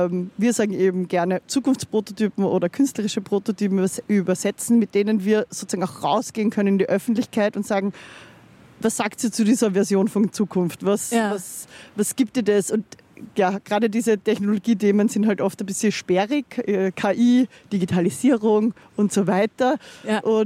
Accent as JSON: {"language": "German", "town": "Linz", "region": "Upper Austria", "country": "Austria", "tie": "born or raised there", "said": "Ich bin in Linz aufgewachsen"}